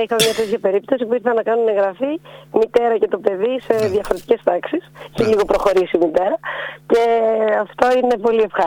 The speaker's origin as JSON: {"language": "Greek", "town": "Trikala", "region": "Thessaly", "country": "Greece", "moved": "yes", "said": "στο χωριό μου, το Τρίκαλα"}